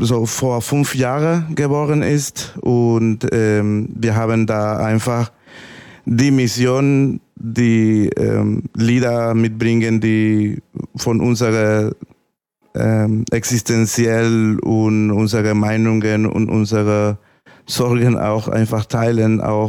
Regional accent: Nicaragua; German is a second language; now in Germany; Ich komme persönlich aus Nicaragua und wir haben da eine Diktatur

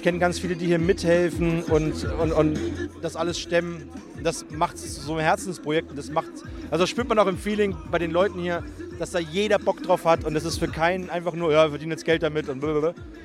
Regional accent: Thuringia, Germany; moved away; Ich komme aus Thema ursprünglich.

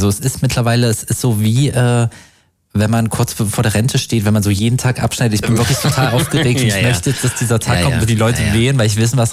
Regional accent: Saxony-Anhalt, Germany; now in Leipzig, Germany; Ja, du kommst mein Heimatbundesland.

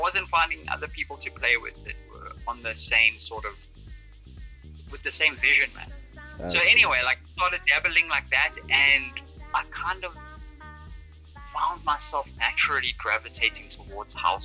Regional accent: Zimbabwe; I grew up in Zimbabwe, like my first conscious experience of music

